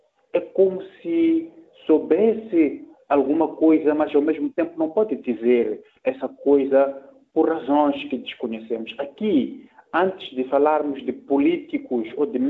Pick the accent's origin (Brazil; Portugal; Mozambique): Mozambique; enquanto não nos reconciliarmos como moçambicanos, dificilmente teremos paz.